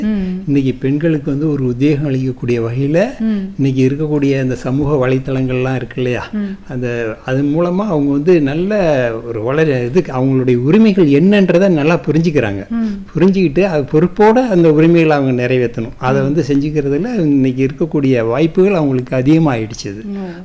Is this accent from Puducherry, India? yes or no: yes; Karaikal, Puducherry, India; born there; நான் 1952 பிறந்தேன். 1952 முதியோர்களை கேட்டால் தெரியும், ஒரு மிகப்பெரிய புயல் அடிச்சு காரைக்காலை புரட்டி போட்டுடுச்சு.